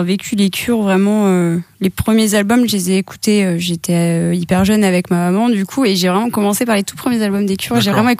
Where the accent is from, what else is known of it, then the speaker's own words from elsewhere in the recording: France; je suis française, donc forcément, d'office, dans mon chant, des fois, il y a des accents mal placés